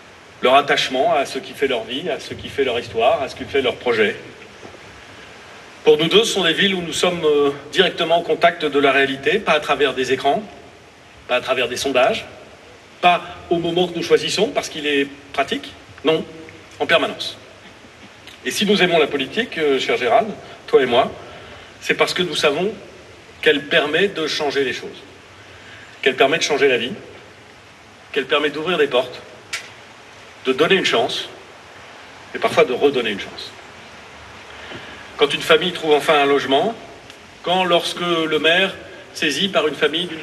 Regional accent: Hauts-de-France, France; also born or lived in Le Havre; mais aussi parce que moi aussi je suis du Nord. Moitié Havrais, moitié Lillois.

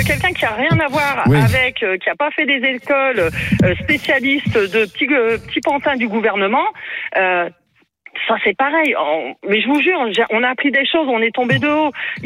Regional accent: France; Et pourtant, je suis française, hein.

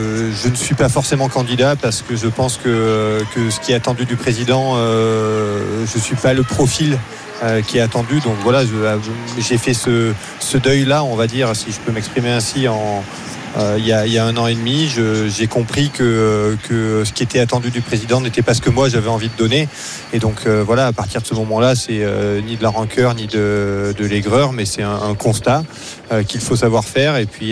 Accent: France; now in Haute-Savoie, France; Depuis quelques années, donc oui, sur là où j'habite, et mais non, ouais, je suis originaire des Pyrénées

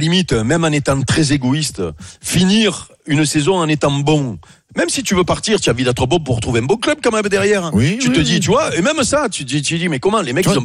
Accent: Robion, Provence-Alpes-Côte d'Azur, France; born there; Non, je suis né à Avignon, oh. Ouais. Je suis né à Robion, les Taillades.

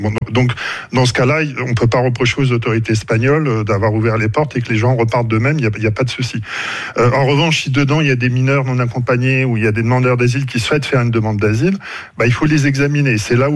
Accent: Hauts-de-France, France; now in Grenoble, France; Je suis aussi originaire du Nord, hein, d'ailleurs. Je suis à Grenoble.

